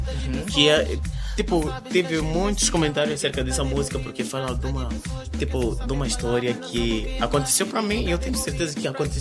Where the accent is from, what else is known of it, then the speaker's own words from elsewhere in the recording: Mocuba, Zambezia, Mozambique; now in Tete, Mozambique; Eu sou da Zambésia, do distrito de Mocuba.